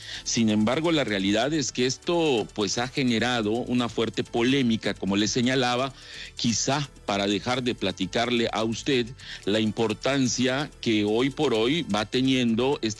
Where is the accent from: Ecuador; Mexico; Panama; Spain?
Mexico; nosotros como mexicanos